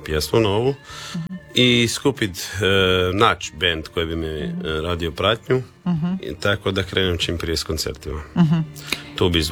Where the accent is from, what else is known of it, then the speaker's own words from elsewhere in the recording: Pag, Zadar County, Croatia; Rodom sam ja sa Paga